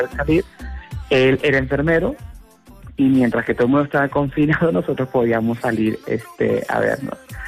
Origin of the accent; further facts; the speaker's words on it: Venezuela; yo soy de Venezuela, él es de Colombia